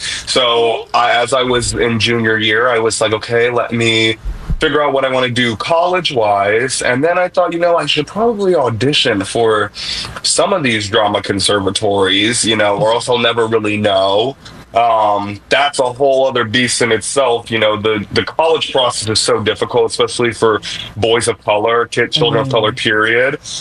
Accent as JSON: {"language": "English", "town": "Chicago", "region": "Illinois", "country": "United States", "said": "I'm from Chicago"}